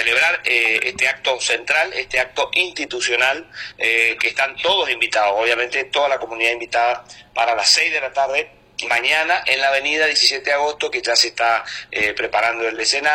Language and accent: Spanish; Margarita Belén, Chaco, Argentina; todos somos hijos de Margarita Belén, todos hacemos Margarita Belén